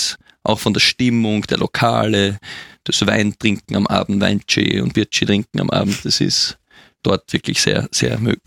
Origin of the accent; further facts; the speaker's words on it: Vienna, Austria; als echter Wiener, der aufgewachsen ist, in Wien geboren und aufgewachsen ist